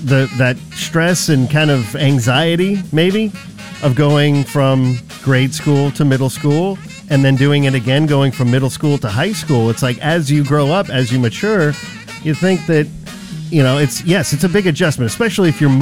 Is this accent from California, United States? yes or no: yes; California, United States; born there; also born or lived in Illinois; as someone who moved at, at 6 years old, I moved from Illinois to California